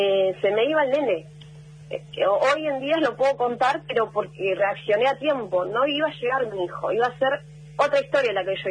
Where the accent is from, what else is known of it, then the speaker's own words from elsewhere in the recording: González Catán, Buenos Aires Province, Argentina; Imagínense, yo soy de González Catán. Tengo hospitales acá, pero lamentablemente acá los hospitales es la muerte.